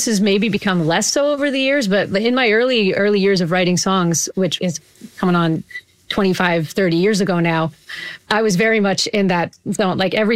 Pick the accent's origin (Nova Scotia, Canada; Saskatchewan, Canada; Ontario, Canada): Saskatchewan, Canada; Biggar; I grew up in Bigger Saskatchewan, really small town, about 2,000